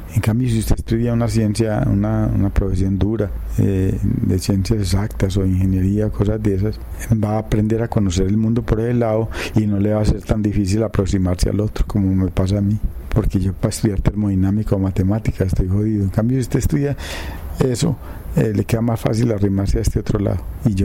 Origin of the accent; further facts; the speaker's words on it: Sonsón, Antioquia, Colombia; also born or lived in Aguadas; yo no soy de Sonsón. No. Yo nací en Aguadas y me crié en Sonsón.